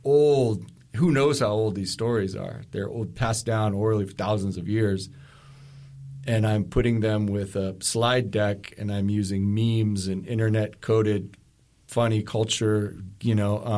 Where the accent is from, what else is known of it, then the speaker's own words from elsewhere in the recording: Kotzebue, Alaska, United States; now in Anchorage, United States; I'm born and raised in Kotzebue. I've lived in Anchorage for about 30 years now.